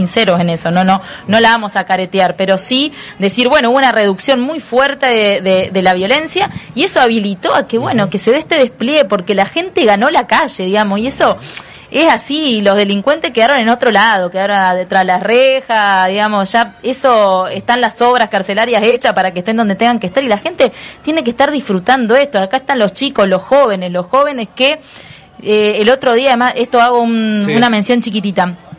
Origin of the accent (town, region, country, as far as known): Santa Fe, Argentina